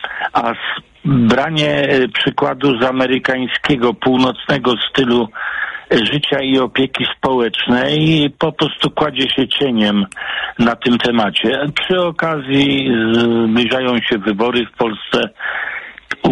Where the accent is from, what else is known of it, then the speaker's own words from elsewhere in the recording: Poznań, Greater Poland Voivodeship, Poland; now in Tychy, Poland; rodowity poznaniak